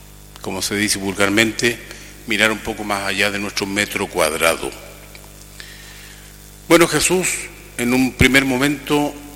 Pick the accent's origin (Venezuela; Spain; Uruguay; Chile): Chile; Como somos chilenos, somos muy sensibles